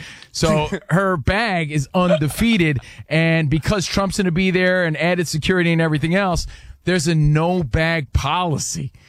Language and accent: English; New Jersey, United States; First of all, I'm from Jersey, but I did build my career and work in New York City.